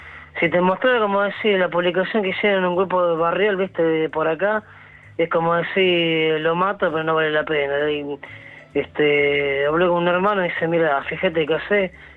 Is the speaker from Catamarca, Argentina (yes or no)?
no; La Tablada, Buenos Aires Province, Argentina; Bien, de... Tablada.